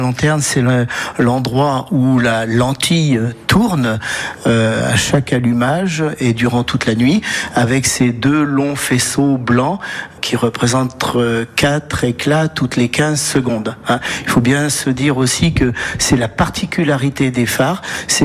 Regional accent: La Rochelle, Nouvelle-Aquitaine, France; born there; je suis né à La Rochelle, je suis né à La Palisse. Certains disent sur le boulevard de la Soif, au port de commerce.

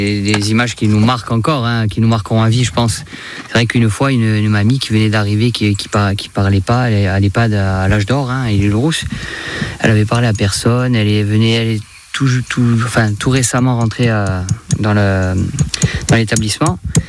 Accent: Lumio, Corsica, France; moved away as an adult; Je lui dis, mais moi, je suis de Loumio.

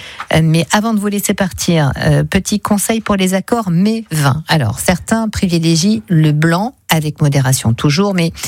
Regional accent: Provence-Alpes-Côte d'Azur, France; on est bien chez nous en Provence.

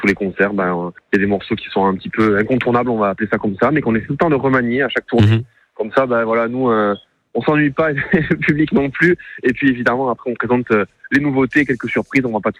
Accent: Southern France, France

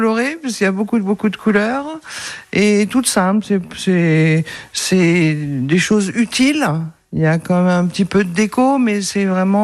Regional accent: Druyes-les-Belles-Fontaines, Bourgogne-Franche-Comté, France; born there; moved away; je suis née à Druy. À 50 mètres, et j'habite à 30 mètres, et je traverse la rue, je vais à la poterie. Voilà. Donc je suis revenue il y a 22 ans, avec ma petite famille, revivre définitivement à Druy. Et voilà, ma vie c'est Druy.

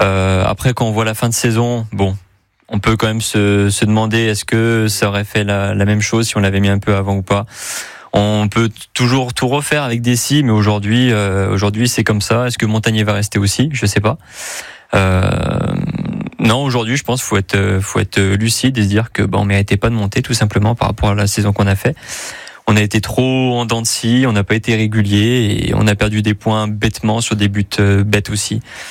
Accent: Saint-Étienne, Auvergne-Rhône-Alpes, France; De toute façon, en tant que Stéphanois, c'est compliqué d'être heureux.

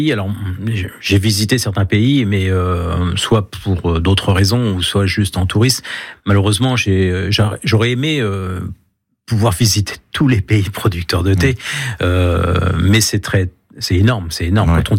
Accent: Paris, Île-de-France, France; moved away; j'ai quand même un défaut, c'est que je suis parisien.

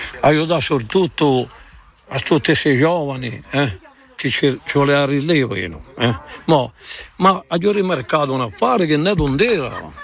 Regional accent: Penta-di-Casinca, Corsica, France; Di Panta di Casinca.

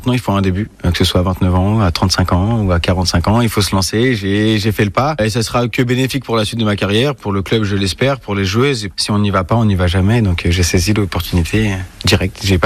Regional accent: Angers, Pays de la Loire, France; moved away as an adult; also born or lived in Caen; je suis né à Caen, je suis resté 3 semaines. Mais après, pour des raisons familiales, on est retourné sur Angers. Mes parents étaient de Angers, donc je grandis à Angers jusqu'à mon départ à 20 ans, 22 ans.

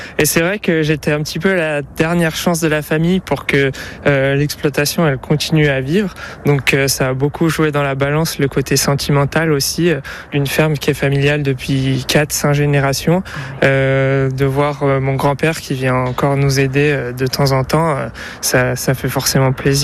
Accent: Aoste, Auvergne-Rhône-Alpes, France; born there; C'est vrai que je suis né à Aoste, et là j'ai acheté une maison récemment à Aoste

